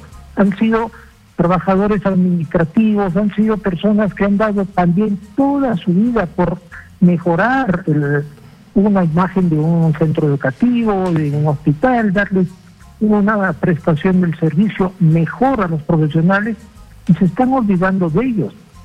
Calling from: Junín, Peru; desde Junín.

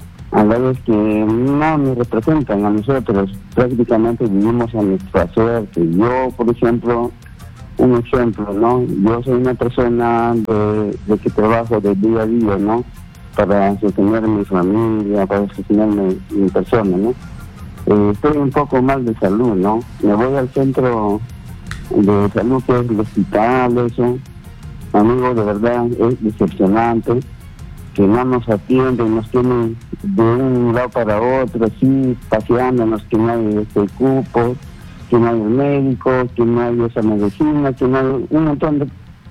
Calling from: Amazonas, Peru; …, de Amazonas.

